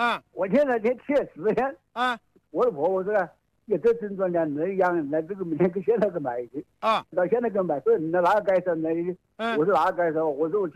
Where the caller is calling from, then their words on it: Xiantao, Hubei, China; 我是仙桃沙湖的了。